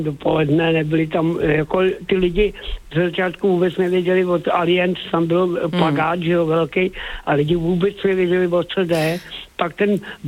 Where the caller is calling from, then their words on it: Prague, Czechia; a já jsem taky ze Žižkova.